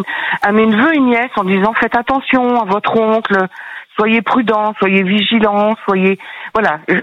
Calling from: Brittany, France; Donc, j'habite en Bretagne. Mmh. J'ai 64, bientôt 65 ans.

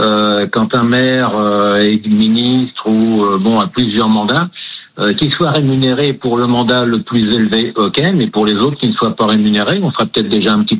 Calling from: Landemont, Pays de la Loire, France; Je vous appelle d'un côté d'Anceny, une toute petite commune qui s'appelle Landemont.

